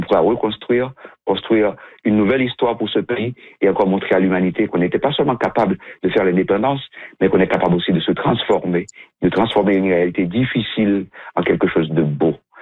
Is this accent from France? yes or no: no; Haiti; moved away; Depuis 2017, je me retrouve dans une situation où je ne peux plus retourner et dans mon pays d'origine.